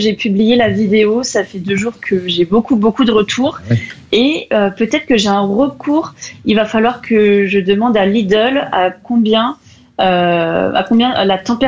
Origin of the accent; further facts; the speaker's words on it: Paris, Île-de-France, France; Je suis parisienne.